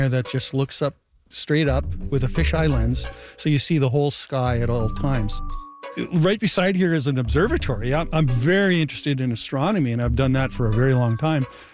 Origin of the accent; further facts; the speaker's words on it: Winnipeg, Manitoba, Canada; now in Gimli, Canada; Yeah. I'm from Winnipeg. My wife was originally from Toronto, and we've retired to Gimli, so that says it all.